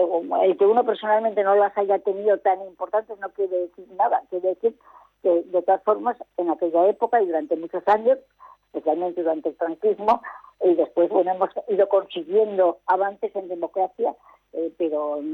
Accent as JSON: {"language": "Spanish", "town": "Gijón", "region": "Asturias", "country": "Spain", "tie": "born or raised there", "also_born_or_lived": "San Sebastián", "said": "Sí, nací casualmente en San Sebastián, por eso no puedo ser hija predilecta, tengo que ser hija adoptiva. Lo que pasa es que efectivamente Gijón desde el primer mes y Asturias son mi ciudad y mi región."}